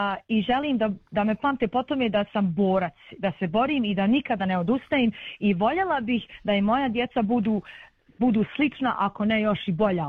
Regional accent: Srebrenica, Republika Srpska, Bosnia & Herzegovina; pošto lično ja sam iz Srebrenice

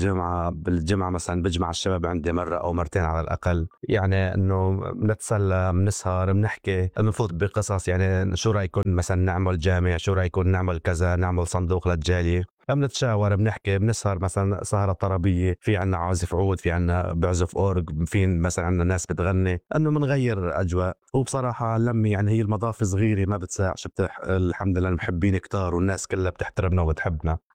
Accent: Syria; now in Shepparton, Australia; وأهالينا وأهالي الجالية السورية اللي بمدينة شبرتون كتير تضرروا يلي عايشين بسوريا وبتركيا

